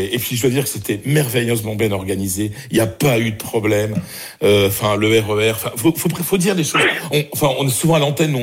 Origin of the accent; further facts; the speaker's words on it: Hauts-de-France, France; accent: Nord; Excusez-moi, j'ai mon accent du Nord qui remonte.